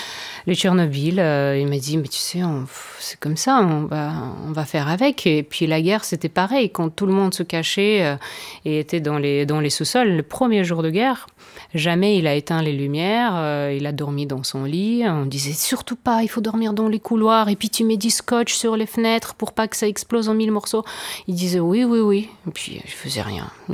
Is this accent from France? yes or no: no; Ukraine; moved away; Donc je suis partie de l'Union soviétique et je suis revenue en Ukraine.